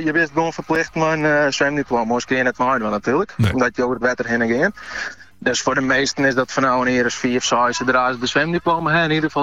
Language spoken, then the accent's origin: Dutch; Akkrum, Friesland, Netherlands; ik kom natuurlijk zelf uit Akrum.